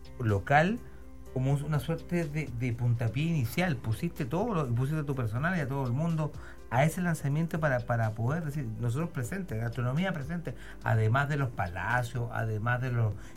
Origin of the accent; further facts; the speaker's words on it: Viña del Mar, Valparaíso, Chile; tanto los que somos de Viña o la gente que visitaba el Paraíso